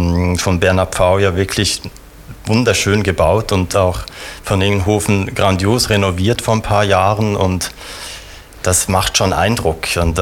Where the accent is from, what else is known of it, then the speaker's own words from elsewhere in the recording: Bern, Switzerland; born there; moved away as an adult; also born or lived in Berlin; und ich bin in Bern geboren, habe Zürcher Familie auf der einen Seite, auf der anderen Seite auch griechische familiären Background und bin dann aber als wie viele Schweizer im Studienalter gehen sie nach Berlin.